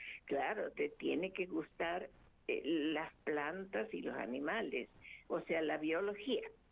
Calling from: Santiago del Estero, Argentina; de Santiago del Estero.

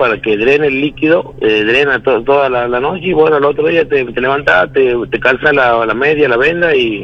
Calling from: Embarcación, Salta, Argentina

